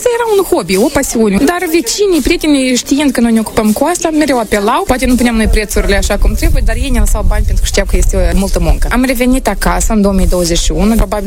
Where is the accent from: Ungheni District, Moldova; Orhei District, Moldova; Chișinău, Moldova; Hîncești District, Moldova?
Hîncești District, Moldova; Hîncești; moved away as an adult; Suntem din Hâncești, Logănești. Aveam procurat apartamentul nostru, că soța noastră ne oricum ne chema acasă. Locuim în Hâncești deja de 5 ani.